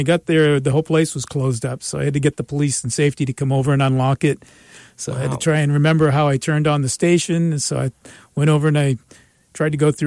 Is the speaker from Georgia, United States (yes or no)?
no; Yarmouth, Maine, United States; I grew up in Yarmouth.